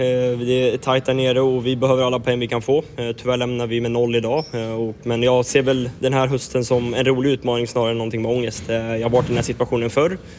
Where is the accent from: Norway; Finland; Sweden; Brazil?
Sweden; Örebro, Örebro County; jag är från Örebro. Så jag bor i Örebro hos mina föräldrar.